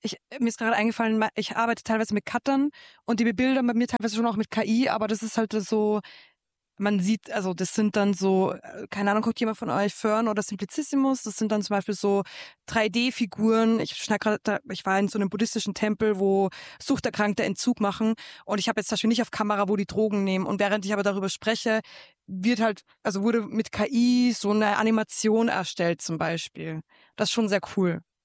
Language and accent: German; Austria; accent: Austrian dialect; moved away as an adult; now in Germany; in Österreich durfte ich die Nachrichten sprechen, aber ich glaube, in Deutschland wäre das gar nicht so leicht, weil man meinen österreichischen Dialekt noch so ganz leicht raushört.